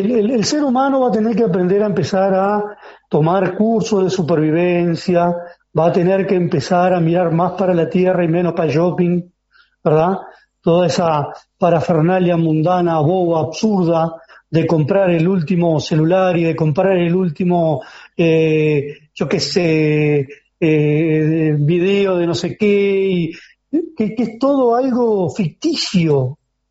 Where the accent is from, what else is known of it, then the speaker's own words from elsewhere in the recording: Uruguay; moved away as an adult; now in Paraguay; yo hace años que no vivo en Uruguay, pero ya cuando yo me vine